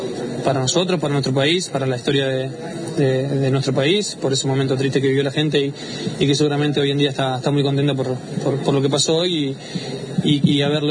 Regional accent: Argentina; de lo que somos nosotros como argentinos

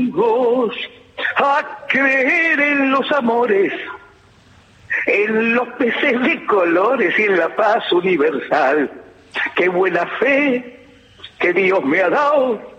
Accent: Buenos Aires, Argentina; also born or lived in Caballito, Buenos Aires; fui criada en Villa del Parque.

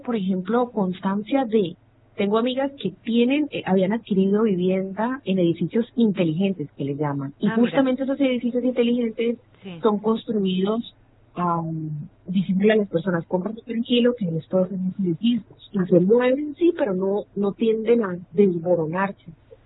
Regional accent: Cali, Valle del Cauca, Colombia; moved away; aunque sí tenemos el mar muy cerca de donde soy, de Cali

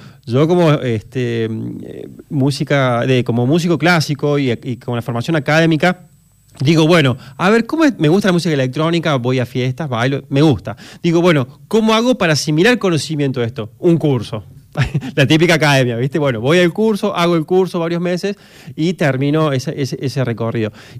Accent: Córdoba, Argentina; Somos de Córdoba

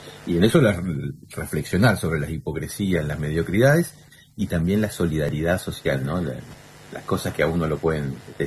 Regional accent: Río Gallegos, Santa Cruz, Argentina; De hecho, yo soy oriundo de Río Gallegos, y más allá de que ha sido tabú durante mucho tiempo, yo me acuerdo de mi infancia, era un tema tabú.

